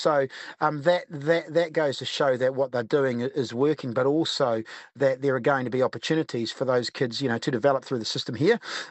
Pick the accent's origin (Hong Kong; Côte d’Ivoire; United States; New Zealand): New Zealand; I'm working for OFC, so I've got to support and I'm a Kiwi